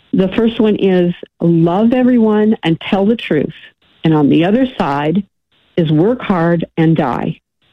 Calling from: Seattle, Washington, United States

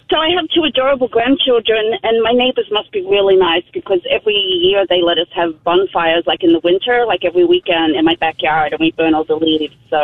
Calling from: Riverside, Illinois, United States; Oh, I live in Riverside

